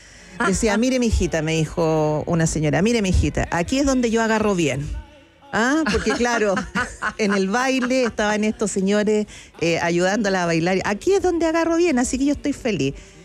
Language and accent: Spanish; Chile; nosotros empezamos a viajar como chilenos también hace poco